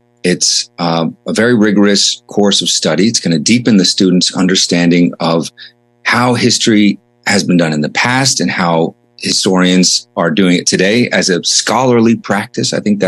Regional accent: New York, United States; now in California, United States; Yeah, I'm from New York, from upstate New York, and I went to SUNY Albany as an undergrad, State University of New York at Albany.

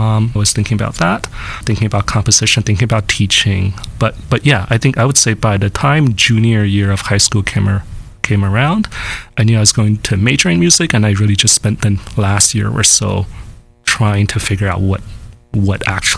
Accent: New York City, New York, United States; now in San Bernardino, United States; So I'm a New Yorker. So I grew up in Queens, New York. Actually, I kind of had a pretty suburban life for the first, I don't know, few years until high school.

